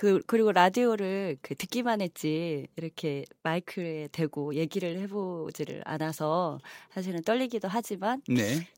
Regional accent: Wanju, North Jeolla, South Korea; 네, 저는 완주에서 나고 자라가지고요.

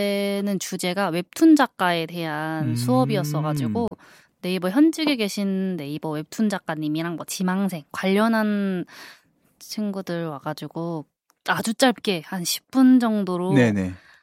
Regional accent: Jeonju, North Jeolla, South Korea; 여기서 태어나서 네, 쭉 전주에서 살고 있습니다.

